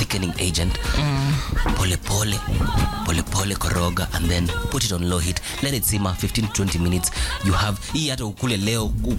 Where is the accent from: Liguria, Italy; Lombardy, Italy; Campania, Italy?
Lombardy, Italy; Bergamo; English is a second language; I come from Bergamo and today.